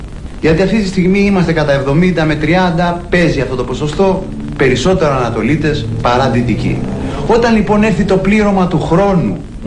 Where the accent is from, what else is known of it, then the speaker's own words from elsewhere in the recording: Greece; εμάς τους Έλληνες